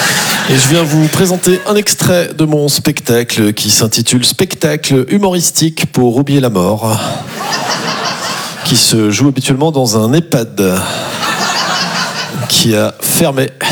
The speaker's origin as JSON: {"language": "French", "country": "Belgium"}